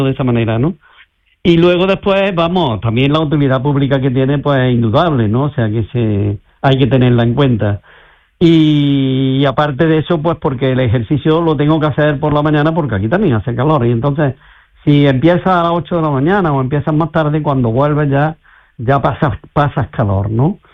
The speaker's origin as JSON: {"language": "Spanish", "town": "Córdoba", "region": "Andalusia", "country": "Spain", "said": "porque yo vivo en Córdoba, soy de Córdoba."}